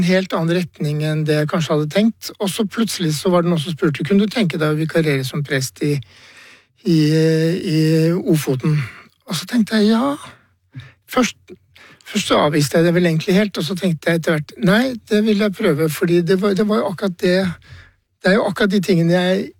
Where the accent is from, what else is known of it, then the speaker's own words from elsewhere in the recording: Lofoten, Nordland, Norway; moved away as an adult; jeg vokste opp i Lofoten